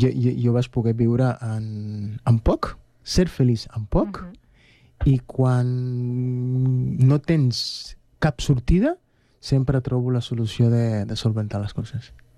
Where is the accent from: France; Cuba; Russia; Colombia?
Cuba; venim de Cuba. A Cuba hem viscut moltes coses